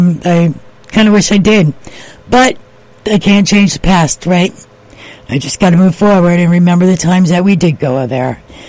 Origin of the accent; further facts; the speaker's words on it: South Plainfield, New Jersey, United States; Bernie Brausweter is from my hometown of South Plainfield, New Jersey.